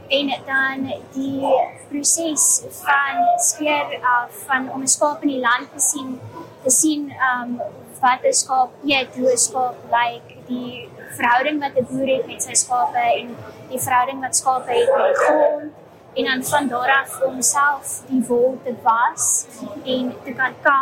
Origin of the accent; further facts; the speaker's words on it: Western Cape, South Africa; Ek is van Refusioner End af, van die Weskaap, in die Overberg area